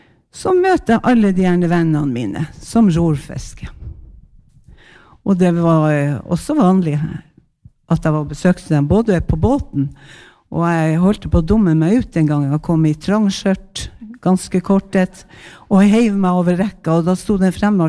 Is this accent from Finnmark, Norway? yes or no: yes; Honningsvåg, Finnmark, Norway; Jeg er fra Honningsvåg for dem av dere som ikke vet det. De som kjenner meg vet hvor jeg er fra. Og jeg liker å si at jeg er fra Honningsvåg. Og jeg liker å si at jeg er fra Finnmark. Og jeg liker å si at jeg kjenner kystkulturen.